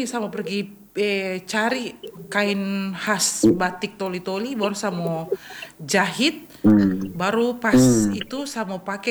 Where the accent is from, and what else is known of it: Toli-Toli, Central Sulawesi, Indonesia